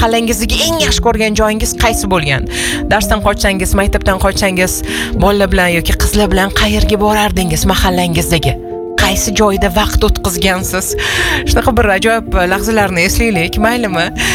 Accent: Tashkent, Uzbekistan; biz ham o'sha hovlilarda tug'ilganmiz. Shu hovlida tug'ilib, katta bo'lib, keyin esa uchirma bo'lganmiz shu hovlilardan. Va bizni Shofayz mahallada biz aylangani boradigan yoki chiqadigan joylarimiz yo ko'kchaga chiqardik

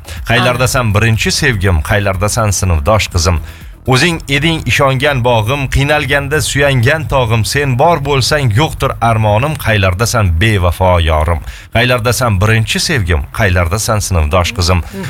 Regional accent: Fergana, Fergana Region, Uzbekistan; Biz Farg'ona shahardamiz. Shahardanmiz.

